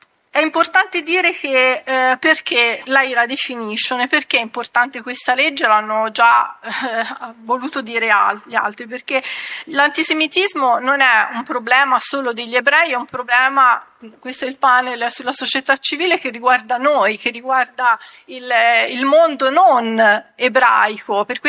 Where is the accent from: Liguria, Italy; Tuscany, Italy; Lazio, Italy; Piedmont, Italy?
Tuscany, Italy; accent: Tuscan; Io lo sentirete dal mio accento, io sono toscana.